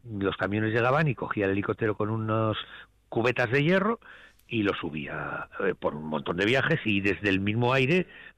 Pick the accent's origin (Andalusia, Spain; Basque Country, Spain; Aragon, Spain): Basque Country, Spain; Y somos el referente europeo en montañismo al ser un, y somos un pequeñito país de 2 millones de habitantes, vamos, que somos Vallecas en habitantes